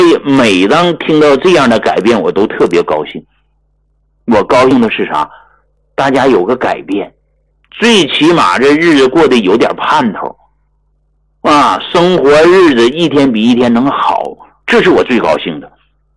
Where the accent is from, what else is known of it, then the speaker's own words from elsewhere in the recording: Yunnan, China; 咱们云南人的骄傲张桂梅